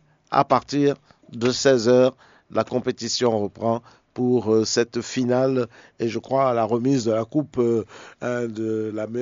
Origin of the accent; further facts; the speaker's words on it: Benin; une nouvelle industrie de fabrication de sacs en papier, hein, vient de naître chez nous au Bénin.